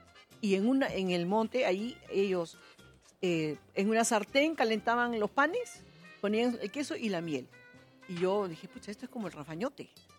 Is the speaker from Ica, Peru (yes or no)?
yes; Pisco, Ica, Peru; Yo, cuando en Pisco, yo he vivido en Pisco